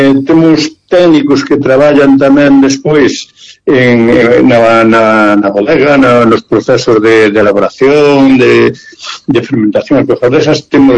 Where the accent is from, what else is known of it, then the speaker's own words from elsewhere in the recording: Galicia, Spain; da forma que somos os galegos